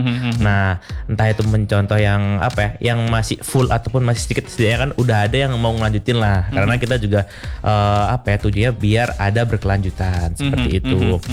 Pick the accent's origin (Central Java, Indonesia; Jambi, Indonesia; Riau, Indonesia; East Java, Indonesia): East Java, Indonesia; Banyuwangi; moved away as an adult; now in Bali, Indonesia; Terus juga aku sebenarnya asli dari Banyuwangi, dari Jawa.